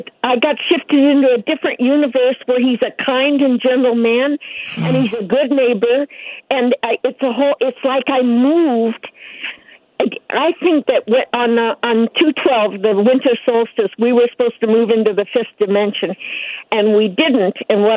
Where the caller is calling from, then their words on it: Ashland, Oregon, United States; I'm in Ashland, Oregon, then.